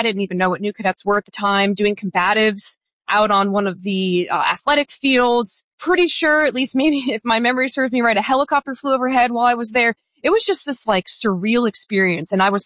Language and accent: English; New Jersey, United States; we grew up in New Jersey, only an hour away from the academy.